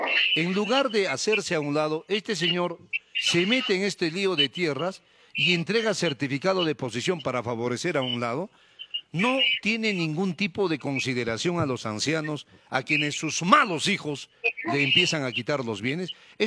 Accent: Peru; yo te digo como jeronimiane y también como periodista

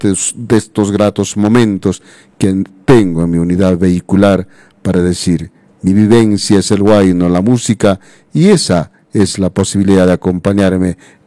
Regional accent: Peru; nuestra patria, el Perú.

